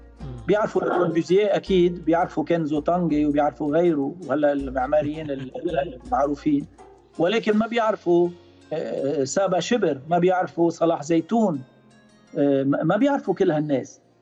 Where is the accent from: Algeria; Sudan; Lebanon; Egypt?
Lebanon; نحن لبنانيين وحدودنا معروفة